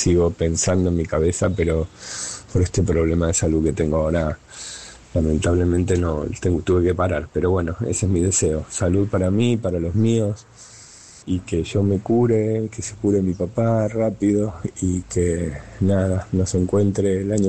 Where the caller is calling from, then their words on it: Seville, Andalusia, Spain; Hablo desde Sevilla